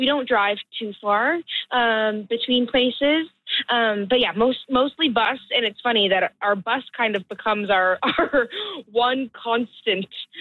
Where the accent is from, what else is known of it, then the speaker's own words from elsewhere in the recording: Fredericton, New Brunswick, Canada; moved away as an adult; also born or lived in United States / Toronto / Montreal; I'm from Fredericton, but I went to school in the U.S. For musical theater.